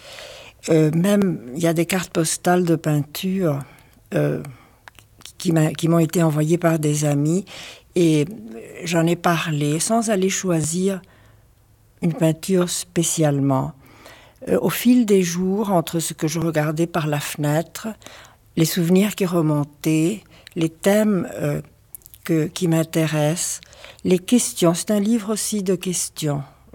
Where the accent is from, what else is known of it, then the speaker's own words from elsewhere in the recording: Argentina; now in France; lorsque je suis arrivée d'Argentine, je considère que j'appartiens au Rio de la Plata, qui est ce fleuve qui sépare l'Uruguay de l'Argentine. D'un côté, c'est le pays de ma mère, de l'autre côté, c'est le pays de mon père et de beaucoup d'émigrants. Les parents de mon père étaient des émigrants